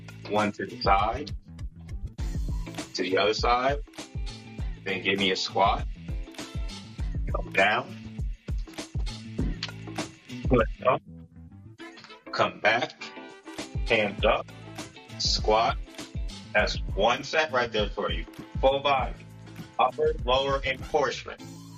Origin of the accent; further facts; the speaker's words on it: New Jersey, United States; also born or lived in Mullins, South Carolina; I actually grew up in New Jersey. I grew up in New Jersey practically my whole life, and I used to go back and forth between South Carolina and Mullins.